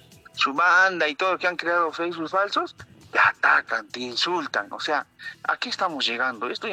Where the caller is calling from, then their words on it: Cusco, Peru; a los cusqueños que somos